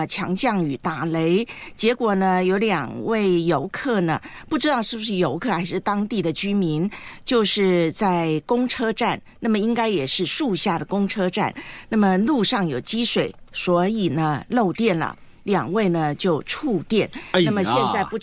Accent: southern Taiwan, Taiwan; moved away; 的故乡呢，台湾的南部呢

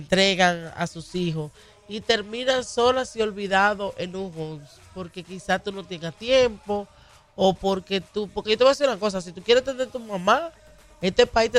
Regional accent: Dominican Republic; moved away

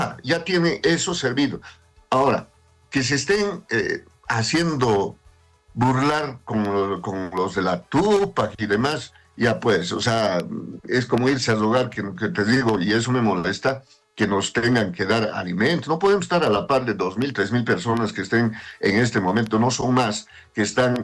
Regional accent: Bolivia; nuestros derechos como bolivianos

